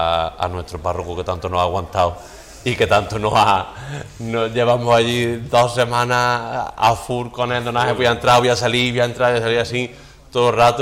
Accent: Castro del Río, Andalusia, Spain

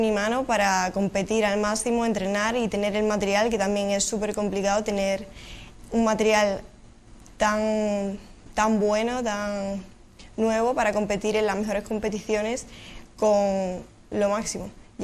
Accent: Cádiz, Andalusia, Spain; soy gaditana, soy de aquí

